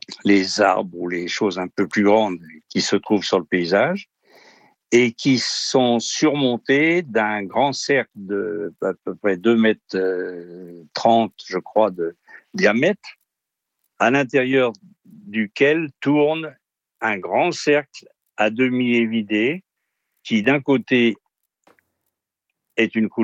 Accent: Paris, Île-de-France, France; je suis parisien et c'était très difficile à l'époque, c'est-à-dire début des années 60.

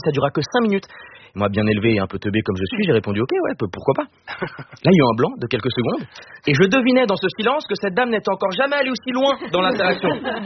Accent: Switzerland; Bon, moi je peux pas, je suis suisse.

